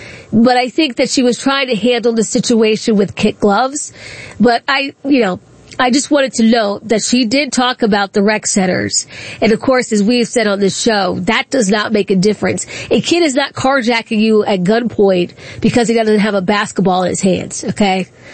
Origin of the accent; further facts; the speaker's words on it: Accokeek, Maryland, United States; I grew up in Accokeek, Maryland. That's where we were.